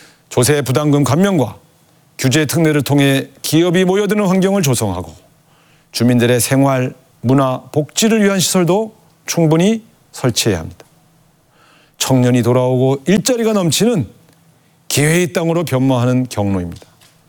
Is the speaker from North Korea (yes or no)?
no; Cheorwon, Gangwon, South Korea; 제가 태어나고 자란 철원평야도 휴전선으로 잘렸습니다.